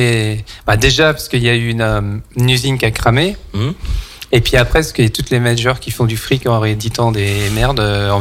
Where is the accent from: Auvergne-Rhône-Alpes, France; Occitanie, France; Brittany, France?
Brittany, France; Ouais, mais on est breton.